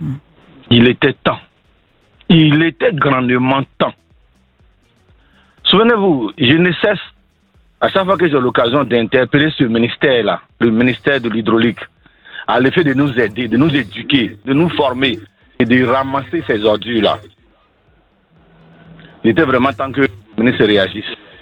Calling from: Abidjan, Côte d’Ivoire; Je suis à Abidjan.

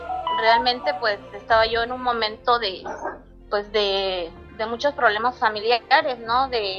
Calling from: Bacalar, Quintana Roo, Mexico; Le estoy hablando de Bacalar.

